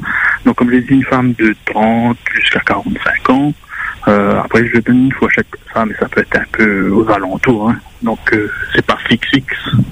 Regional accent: northern France, France; Voilà, après, je suis du Nord

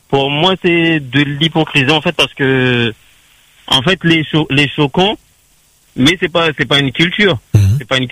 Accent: Réunion; Ma grandi la Réunion.

